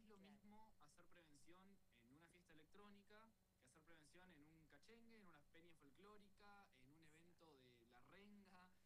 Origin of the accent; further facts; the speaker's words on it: Fernández Oro, Río Negro, Argentina; somos todos de la zona, casi todos los integrantes somos de Fernández Oro